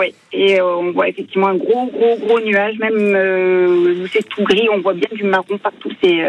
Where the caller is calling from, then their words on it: Brue-Auriac, Provence-Alpes-Côte d'Azur, France; Moi, j'habite sur Bruauriac, donc on n'était pas loin de Barjonne.